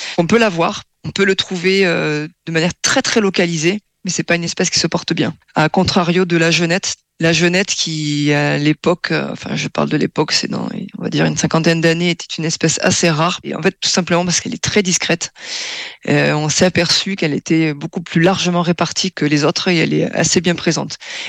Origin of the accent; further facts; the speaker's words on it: Toulouse, Occitanie, France; Chez nous, en Toulouse